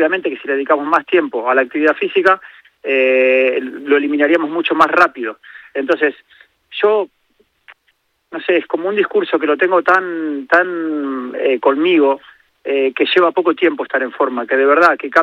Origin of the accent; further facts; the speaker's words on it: Spain; moved away; pero yo hace nada vine de España y hace 25 años